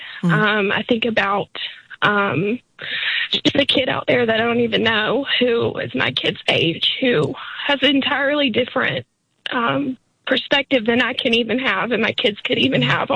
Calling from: Sanford, North Carolina, United States; Hi, I'm calling from Sanford, North Carolina. It's about an hour outside of Raleigh.

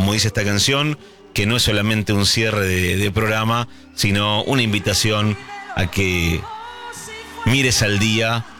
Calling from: Facundo Quiroga, Buenos Aires Province, Argentina; de Facundo Quiroga, partido 9 de julio. En cuanto al loro, acá en el pueblo estaba don Pedro

